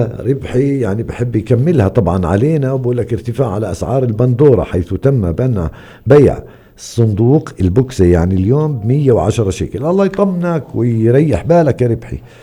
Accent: West Bank, Palestine; في واحدة من أسواق الخضار عندنا بالضفة الغربية

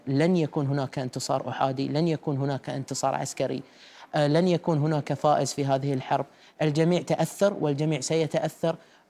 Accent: Qatar; وأنا أيضا كقطري فخور جدا بهذا الشيء،

